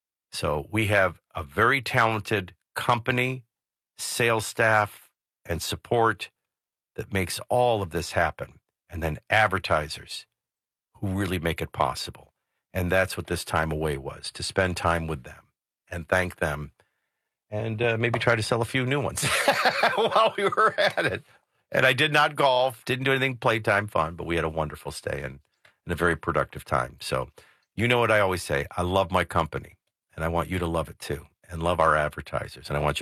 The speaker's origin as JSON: {"language": "English", "town": "New Orleans", "region": "Louisiana", "country": "United States", "moved": "yes", "lives_now": "Nashville, United States", "said": "I'm from New Orleans."}